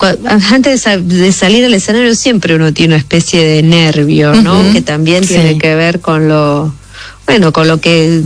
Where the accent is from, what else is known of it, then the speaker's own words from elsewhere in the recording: Buenos Aires, Argentina; Yo soy de Barracas.